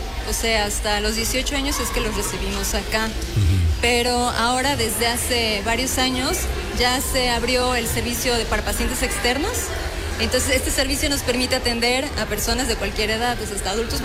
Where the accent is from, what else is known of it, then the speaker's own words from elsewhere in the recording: Cuernavaca, Morelos, Mexico; now in Puebla, Mexico; No, yo soy de Cuernavaca, Morelos.